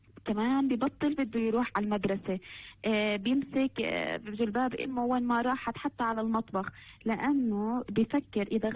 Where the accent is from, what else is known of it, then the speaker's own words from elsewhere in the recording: Palestine; لكن وين المشكلة عندنا في فلسطين بالذات؟